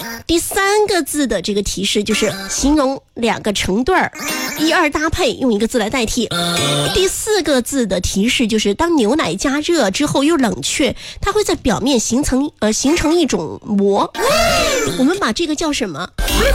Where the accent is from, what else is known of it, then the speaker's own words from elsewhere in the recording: Sichuan, China; 重庆话跟我们四川话是一模一样的。